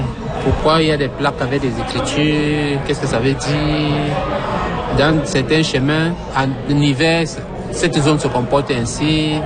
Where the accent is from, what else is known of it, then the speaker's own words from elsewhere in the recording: Cameroon; now in Quebec, Canada; Je viens du Cameroun.